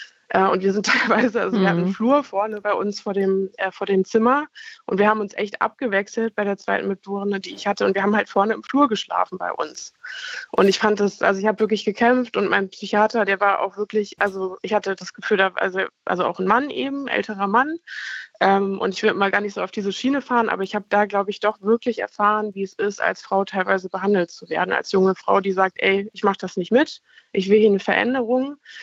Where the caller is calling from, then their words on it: Kiel, Schleswig-Holstein, Germany; Hallo, ich rufe aus Kiel an.